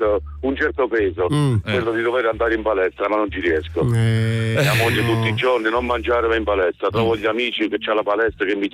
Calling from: Larino, Molise, Italy; da Larino precisamente.

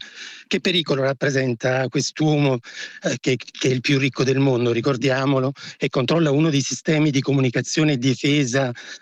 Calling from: Aegina, Attica, Greece; chiamo da Egina, un'isola del Golfo Saronico.

